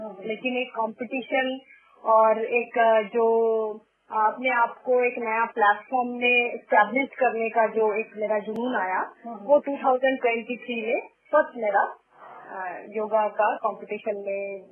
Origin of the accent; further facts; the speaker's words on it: Jharkhand, India; Actually मैं झारखंड के ही, basically मैं झारखंड से बिलोंग करती हूँ।